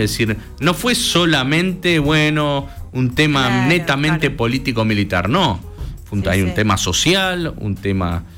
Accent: Argentina; con nuestra identidad argentina

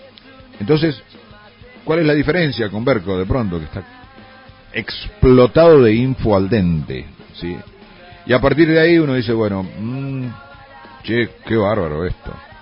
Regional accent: San Rafael, Mendoza, Argentina; born there; el lugar donde nací. Porque uno dice, nací en Mendoza. Bueno, pero Mendoza es grande. Nací en San Rafael, pero San Rafael es grande, ¿sí? Nací en Gush. Y bueno, Gush también es, en algún modo, un distrito amplio. Nací en la Estancia de los Amigos.

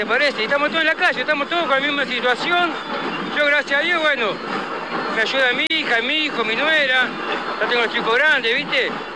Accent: Monte Grande, Buenos Aires Province, Argentina; Monte Grande, sí.

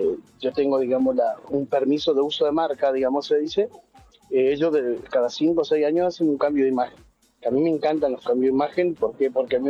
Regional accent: Monte Caseros, Corrientes, Argentina; moved away as an adult; now in Paraná, Argentina; Yo soy de Corriente, hace 18 años estoy acá en Paraná.

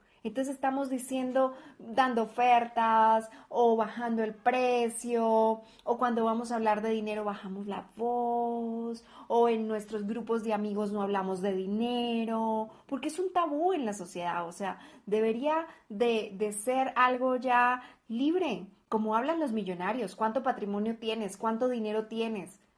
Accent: Colombia; now in Guadalajara, Mexico; colombiana viviendo en Guadalajara, México.

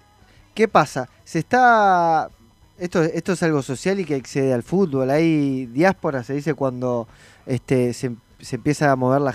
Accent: Argentina; Nosotros como argentinos

